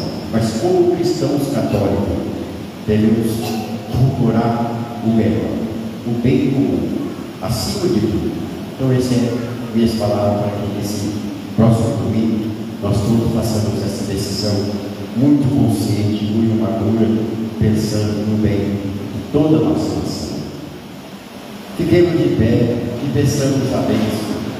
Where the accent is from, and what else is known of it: Brazil